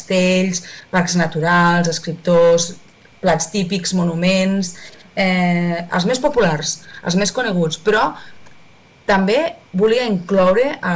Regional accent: Maials, Catalonia, Spain; born there; jo soc nascuda a Maials, un poble del Segrià, que no arriba als 1.000 habitants

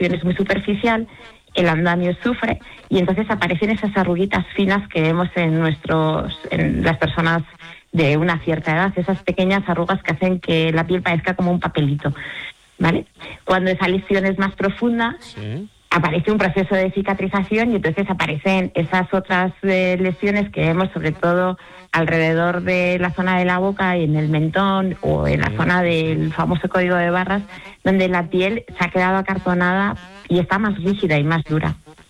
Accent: Spain

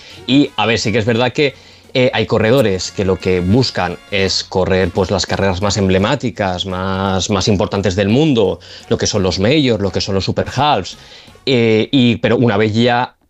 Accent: Valencia, Valencian Community, Spain; bueno, nosotros somos de Valencia

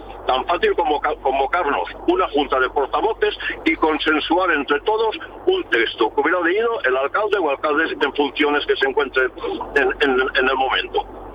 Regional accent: Alzira, Valencian Community, Spain; soy un ciudadano de Alcira

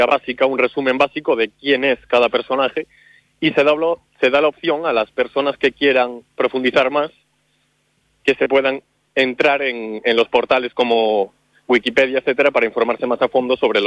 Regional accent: Galicia, Spain; now in Salamanca, Spain; Yo, aunque soy de origen gallego, vivo en Salamanca desde hace muchos años

